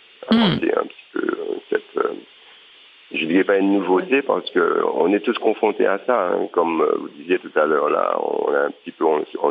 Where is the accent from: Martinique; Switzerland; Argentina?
Martinique; also born or lived in Metropolitan France; parce que moi je suis martiniquais, ma terre me manquait après avoir passé 10 ans là-bas en métropole, j'avais envie de revenir ici.